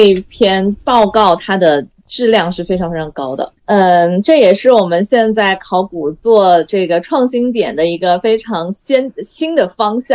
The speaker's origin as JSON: {"language": "Chinese", "country": "China", "said": "就是我们中国人生活在这一个地区的人，在漫长的时间中间，他生活习惯随着历史的变迁发生了什么样的变迁啊？"}